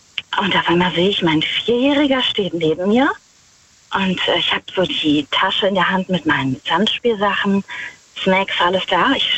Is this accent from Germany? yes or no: yes; Rhineland-Palatinate, Germany; Ich fahre gleich an der Abtei Himmerode vorbei. Ich bin aus der Nähe von Wittlich.